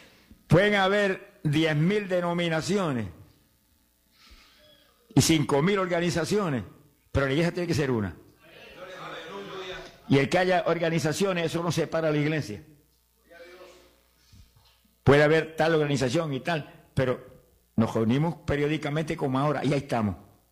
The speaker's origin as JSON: {"language": "Spanish", "town": "Camuy", "country": "Puerto Rico", "tie": "born or raised there", "said": "convertí allá en Puerto Rico, mi pueblo de Camuy."}